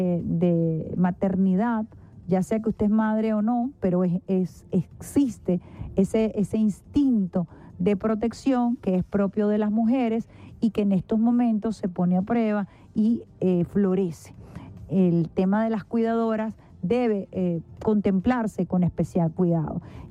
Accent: Venezuela; nosotros en Venezuela tenemos una presidenta mujer

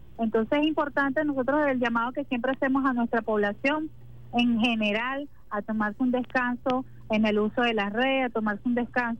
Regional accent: Venezuela; como venezolanos debemos tomar

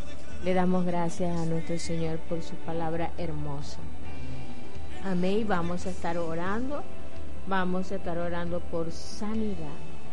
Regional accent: Venezuela; Y Él nos dice a nosotros, como venezolanos, como hijos de Dios que somos, levántate.

